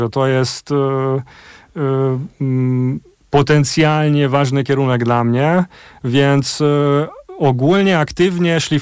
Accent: Kaposvár, Somogy, Hungary; moved away as an adult; dorastałem się w rodzinie węgiersko-polskim i to powodowało, że dzieciństwo spędziłem na Węgrzech w Kapuszwar, tam żyłem aż do matury.

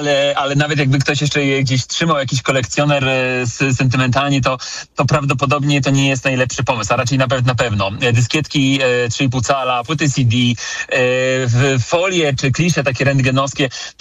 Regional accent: Warsaw, Masovian Voivodeship, Poland; na prawy brzeg Wisły, czyli na wschodnią stronę Warszawy, skąd sam pochodzę, z Pragi Północ.

